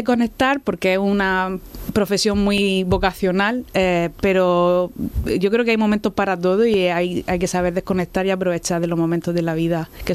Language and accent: Spanish; Region of Murcia, Spain; Pues yo siempre quise volver porque yo soy muy murciana y me gusta mucho Murcia y mi país.